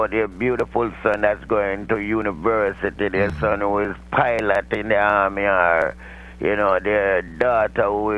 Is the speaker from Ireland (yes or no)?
no; Kingston, Jamaica; now in Mount Vernon, United States; I used to be so scared growing up in Kingston.